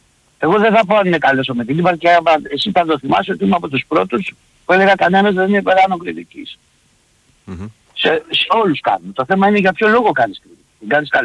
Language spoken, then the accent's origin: Greek; Nea Makri, Attica, Greece; επειδή είμαι από Νέα Μάκρη, θα σου πω για τον Διόνυσο.